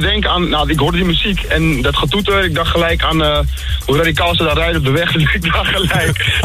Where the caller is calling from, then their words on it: Haarlem, North Holland, Netherlands; Ik kom uit Haarlem.